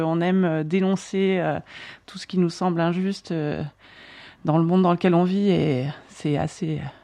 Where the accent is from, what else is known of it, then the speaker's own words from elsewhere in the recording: Montélimar, Auvergne-Rhône-Alpes, France; On vient de Montélimar. Du coup, on va quitter un petit peu notre zone de confort.